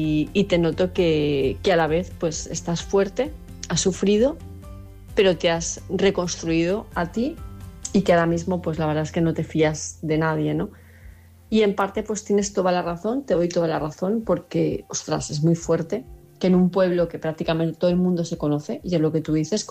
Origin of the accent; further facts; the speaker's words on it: Palma de Mallorca, Balearic Islands, Spain; de Palma de Mallorca